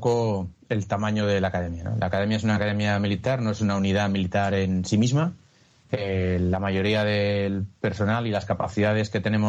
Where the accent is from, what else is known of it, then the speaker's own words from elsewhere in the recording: Spain; moved away; Pues la verdad es que hay un poco de impotencia. Como español ahora mismo es un poco de impotencia, ¿no? De ver desde la distancia, porque yo veo, sigo las noticias de España